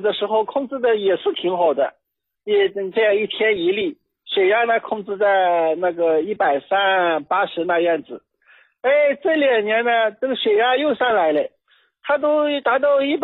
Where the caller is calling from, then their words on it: Nantong, Jiangsu, China; 我家呢是江苏南通通州区这边的。